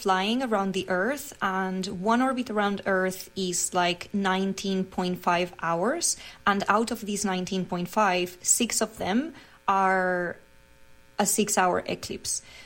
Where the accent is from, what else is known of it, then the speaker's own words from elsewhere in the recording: Spain; English is a second language; And I'm super excited for that one because I am from Spain.